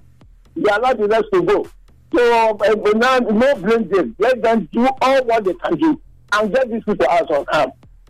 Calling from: Nigeria; I'm calling from Obisa Community.

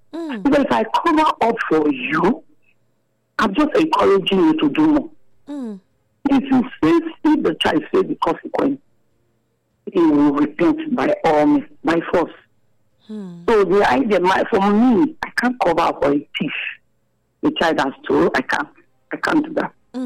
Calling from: Germany; I'm calling from Germany.

